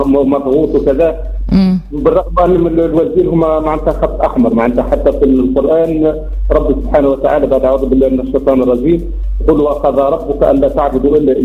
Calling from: Sahel, Tunisia

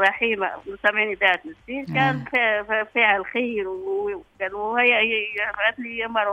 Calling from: Kairouan, Kairouan Governorate, Tunisia; من القرويه.

